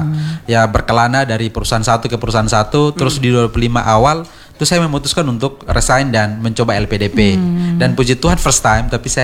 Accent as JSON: {"language": "Indonesian", "region": "East Nusa Tenggara", "country": "Indonesia", "said": "mindset kita orang Timor ya, kita orang sini"}